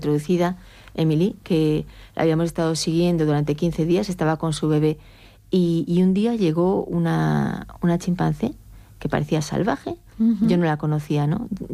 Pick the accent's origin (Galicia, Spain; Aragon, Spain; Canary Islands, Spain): Galicia, Spain; accent: Galician; moved away